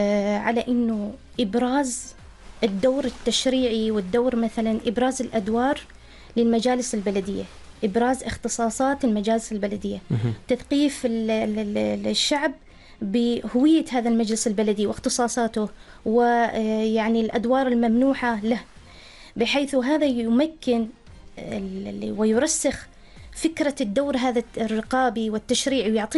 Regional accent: Oman; نحن كعمانيين

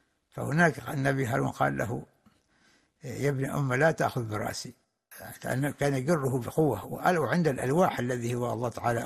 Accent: Oman; وكم هنا عندنا في عمان حقيقة كم من النساء نسمع عنهن

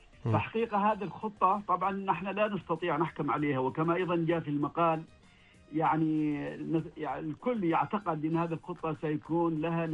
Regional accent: Oman; بمجرد ما أذكر إني من سلطنة عمان

